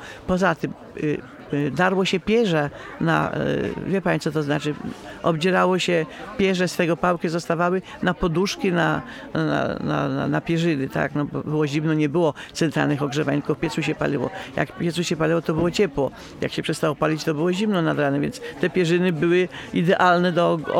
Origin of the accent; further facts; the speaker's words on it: Masovian Voivodeship, Poland; born there; now in Urzecze, Poland; Ja się czuję i powiślanką, i urzeczanką. Bo ja się tam w tym rejonie, gdzie ja się urodziłam, czyli w okolicy Maciejowic, to jest Powiśle. Tutaj już jest z tej strony jest Urzecze, więc ja mam powiedzmy i to, tak? Jestem urzeczanką, czuję się tu, bo tu mieszkam 55 lat na Urzeczu